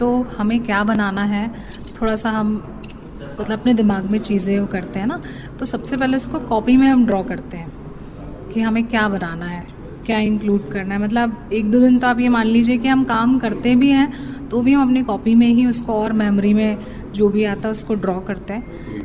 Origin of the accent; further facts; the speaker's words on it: Bhopal, Madhya Pradesh, India; और मैं भोपाल से हूँ।